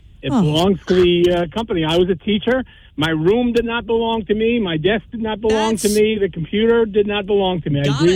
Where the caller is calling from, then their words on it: Goshen, United States; I'm calling from Goshen.